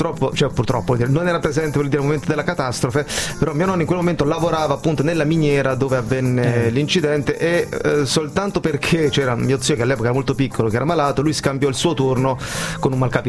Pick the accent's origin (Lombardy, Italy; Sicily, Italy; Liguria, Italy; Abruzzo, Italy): Abruzzo, Italy; Manoppello; born or raised there